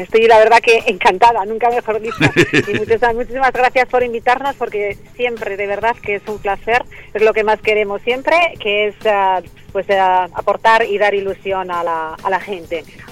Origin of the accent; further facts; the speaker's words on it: Bilbao, Basque Country, Spain; A ver, pues no sé si se me nota todavía un poco en el acento, porque claro, ya de tantos años en el circo ya sabes que es universal, internacional, y que habemos personas de todos, de toda índole, de todos los lados.